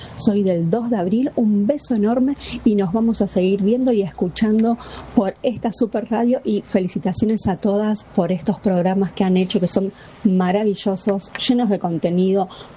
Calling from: Buenos Aires, Argentina; de Almagro.

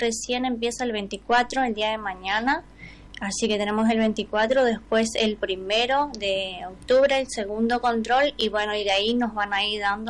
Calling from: Las Breñas, Chaco, Argentina; hoy nos encontramos en la ciudad de Rosario. Nosotros somos de Las Breñas, Chaco.

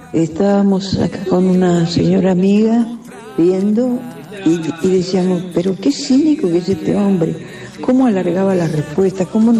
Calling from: Don Torcuato, Buenos Aires Province, Argentina; de Don Torcuato.

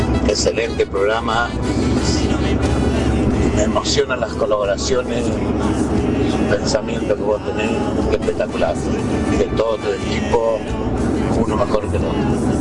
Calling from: Pehuajó, Buenos Aires Province, Argentina; volviendo de Bahía.

